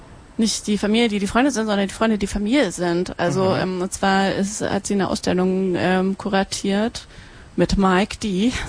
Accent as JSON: {"language": "German", "town": "Erfurt", "region": "Thuringia", "country": "Germany", "moved": "yes", "said": "ich komme aus Erfurt"}